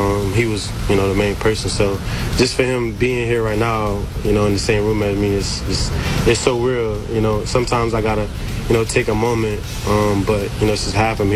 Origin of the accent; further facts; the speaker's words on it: New Orleans, Louisiana, United States; I'm from New Orleans.